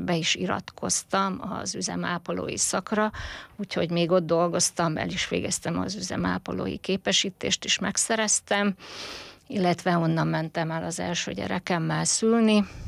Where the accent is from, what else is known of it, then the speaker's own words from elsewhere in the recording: Paks, Tolna, Hungary; Én Biriton nőttem fel a Paksi Állami Gazdaságba, ami egy nagy család volt akkor.